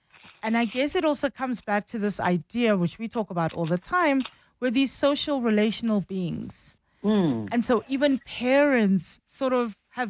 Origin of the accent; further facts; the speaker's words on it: Johannesburg, Gauteng, South Africa; my favorite city. It is my hometown, and so I'm thrilled that 702 Walk the Talk returns to the city of Joburg